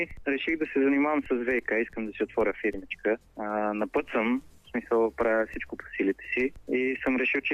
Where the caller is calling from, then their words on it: Sofia, Sofia City, Bulgaria; От София.